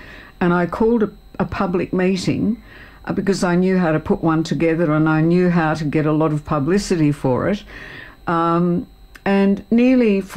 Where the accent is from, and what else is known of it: Hobart, Tasmania, Australia; born or raised there; moved away as an adult